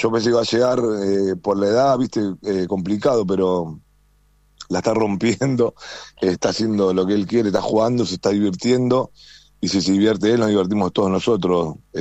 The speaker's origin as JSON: {"language": "Spanish", "region": "Buenos Aires", "country": "Argentina", "tie": "born or raised there", "said": "Soy de Villa del Parque, oriundo de Capital, Villa del Parque, me quedé toda la vida ahí."}